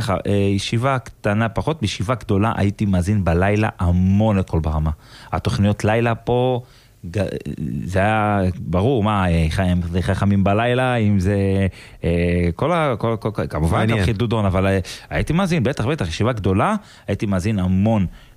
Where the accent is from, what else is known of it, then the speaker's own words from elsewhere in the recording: Bat Yam, Tel Aviv District, Israel; אני גדלתי בבת ים, בשליחות, ולא, זה לא היה כמו לצאת עכשיו לשחק עם, כמו, היו עוד משפחות חבדיות, שהן בתוך הקהילה של הבית חבד